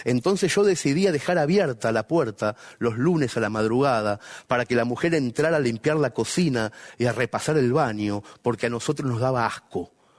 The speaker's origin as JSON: {"language": "Spanish", "town": "Mercedes", "region": "Buenos Aires Province", "country": "Argentina", "tie": "born or raised there", "said": "En mi pueblo natal, en Mercedes"}